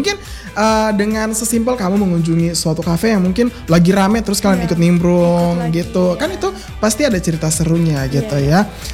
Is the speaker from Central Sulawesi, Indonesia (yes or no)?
yes; Palu, Central Sulawesi, Indonesia; kita semua nih sebagai orang Palu